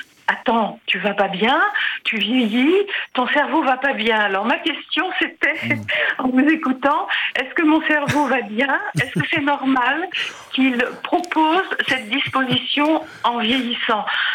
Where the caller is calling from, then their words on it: Paris, Île-de-France, France; de Paris.